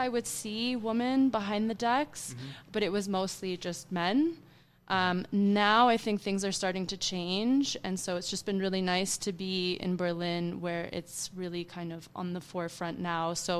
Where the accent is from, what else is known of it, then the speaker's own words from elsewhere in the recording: Toronto, Ontario, Canada; growing up in Toronto, you know, I was born and raised in Canada